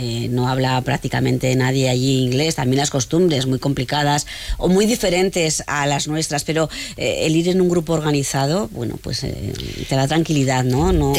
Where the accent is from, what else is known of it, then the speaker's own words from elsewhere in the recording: La Rioja, Spain; Pues somos riojanos.